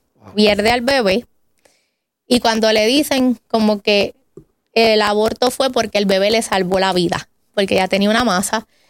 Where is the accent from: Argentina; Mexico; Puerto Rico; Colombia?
Puerto Rico; Vega Alta; Pues soy del pueblo de Vega Alta, nacida y criada en el Evangelio. Mis papás Jorge y Carmen allá todavía residen en el pueblo de Vega Alta.